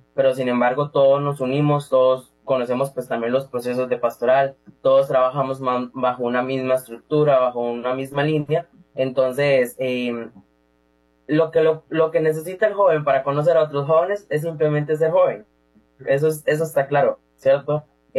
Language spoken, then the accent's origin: Spanish; Limón, Costa Rica; Soy de Limón Centro.